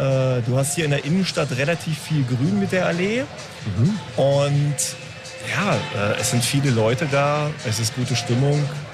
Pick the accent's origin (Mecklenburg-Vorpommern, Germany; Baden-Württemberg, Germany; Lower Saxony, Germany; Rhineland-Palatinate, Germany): Lower Saxony, Germany; Hanover; Ich komme aus der Region Hannover, bin aber gebürtiger Hannoveraner und in der List aufgewachsen.